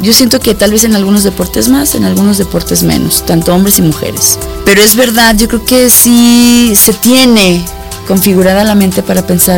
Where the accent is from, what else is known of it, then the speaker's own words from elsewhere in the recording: Mexico; tal vez como mexicanos nuestra cultura lo toma como una burla, ¿no?